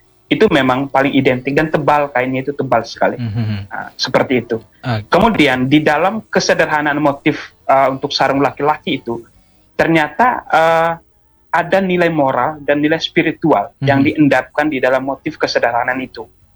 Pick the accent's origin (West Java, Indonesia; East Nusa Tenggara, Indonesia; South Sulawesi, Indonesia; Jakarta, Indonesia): East Nusa Tenggara, Indonesia; dalam versi kami orang Sika bagian timur